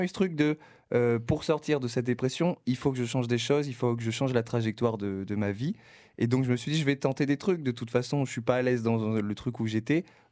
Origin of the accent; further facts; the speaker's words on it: La Seyne-sur-Mer, Provence-Alpes-Côte d'Azur, France; moved away as an adult; also born or lived in Sanary-sur-Mer / Toulon; now in Paris, France; C'est un bon début, je pense. Je suis originaire du sud-est, du Var. Alors, pour préciser, je suis né à La Seyne-sur-Mer. Mais j'ai grandi entre Sanary, La Seyne et Toulon, voilà. Mmh. Et maintenant, j'habite Paris